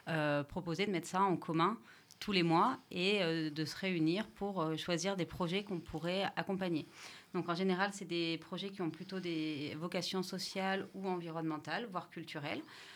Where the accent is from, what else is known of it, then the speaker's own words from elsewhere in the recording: Auvergne-Rhône-Alpes, France; born there; now in Puy-de-Dôme, France; je suis née dans le Cantal, qui est un département que j'aime profondément